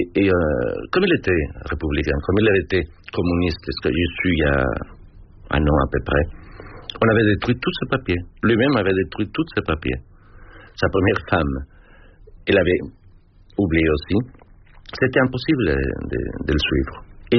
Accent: Mexico; French is a second language; moved away as an adult; now in France; Je suis venu en France à 21 ans. En fouillant un pays qui n'était pas le mien. Je suis né au Mexique, je chantais l'hymne national tous les lundis à l'école

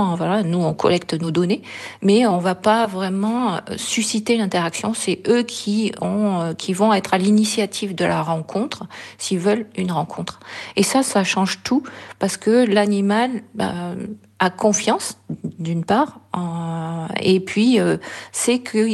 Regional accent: Southern France, France; accent: southern; moi, j'ai un accent du sud

